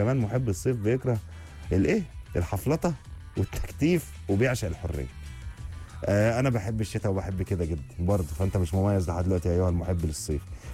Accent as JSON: {"language": "Arabic", "country": "Egypt", "said": "بحس ان احنا في جيناتنا كمصريين"}